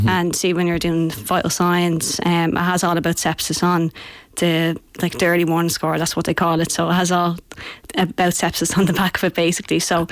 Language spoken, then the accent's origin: English; Dublin, Leinster, Ireland; I'm from Dublin